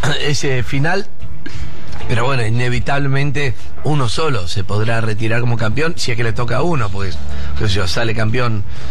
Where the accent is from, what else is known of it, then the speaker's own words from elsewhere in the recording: Argentina; Como miles o millones de argentinos.